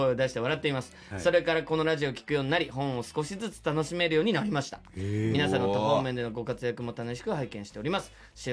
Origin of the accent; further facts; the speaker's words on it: Nagoya, Aichi, Japan; 名古屋という私の地元でね、